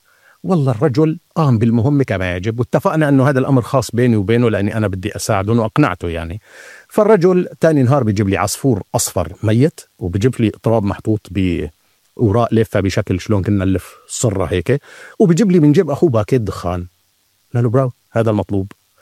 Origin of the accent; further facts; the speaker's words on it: Aleppo, Aleppo Governorate, Syria; الحلب هي مدينتي